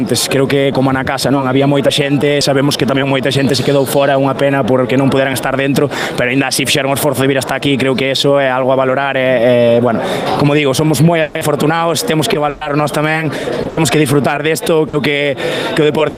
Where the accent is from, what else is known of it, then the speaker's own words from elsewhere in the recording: Galicia, Spain; Eu son galego de pura cepa, a casa tírame moito